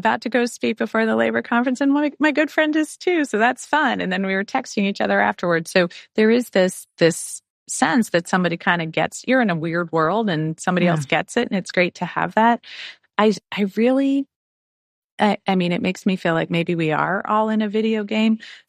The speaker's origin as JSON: {"language": "English", "region": "Virginia", "country": "United States", "tie": "born there", "said": "I was born in Virginia."}